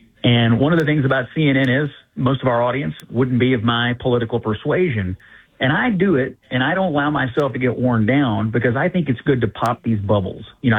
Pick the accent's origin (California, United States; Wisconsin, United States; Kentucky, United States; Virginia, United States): Kentucky, United States; Well, I'm from Kentucky, first of all, and my first broadcasting jobs were as a teenager. I worked in a small town radio in West Kentucky when I was in high school